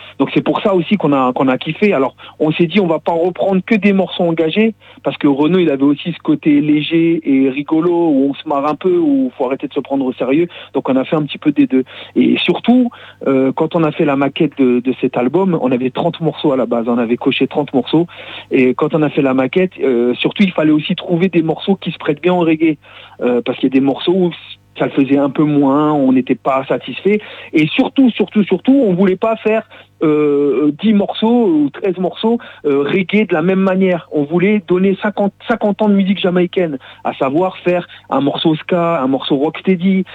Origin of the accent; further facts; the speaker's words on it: Roubaix, Hauts-de-France, France; now in Bergerac, France; Déjà, HK, on a grandi ensemble, parce qu'on est depuis très longtemps. On vient tous les deux de Roubaix.